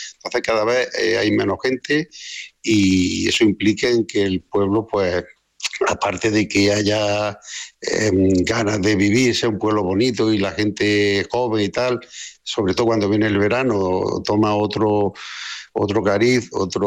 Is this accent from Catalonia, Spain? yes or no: no; Andalusia, Spain; como en mi pueblo, en otros pueblos de la zona de Los Pedroches, del norte de Córdoba, que es que están quitando las cajas de ahorro, los bancos, todo.